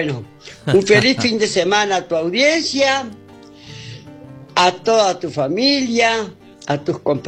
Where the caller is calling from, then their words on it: Uruguay; yo soy uruguaya, pero hincho por España.